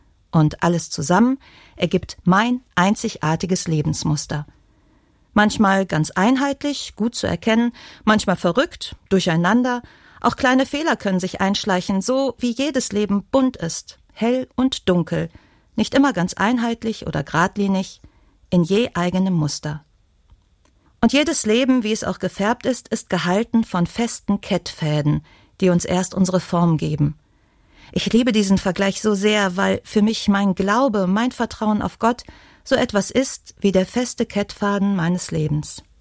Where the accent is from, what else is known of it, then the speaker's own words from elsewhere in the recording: Krefeld, North Rhine-Westphalia, Germany; now in Essen, Germany; Ich komme aus Krefeld, der Samt- und Seidenstadt. Krefeld hat eine alte Kultur rund um das Weben von Stoffen und das habe ich meine ganze Kindheit über gemerkt.